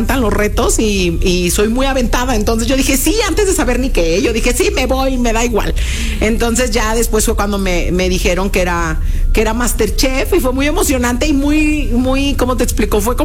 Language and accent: Spanish; Guadalajara, Jalisco, Mexico; moved away as an adult; now in Barcelona, Spain; yo soy de Guadalajara